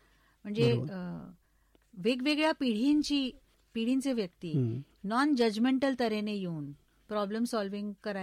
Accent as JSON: {"language": "Marathi", "town": "Mumbai", "region": "Maharashtra", "country": "India", "tie": "born there", "second_language": "Marathi", "said": "मुंबईत माझा जन्म झालाय, तर मी मूळ ऍक्च्युली महाराष्ट्राचीच आहे आणि आमच्या घरात नेहमी वेगवेगळी भाषा बोलण्याची पद्धत होती"}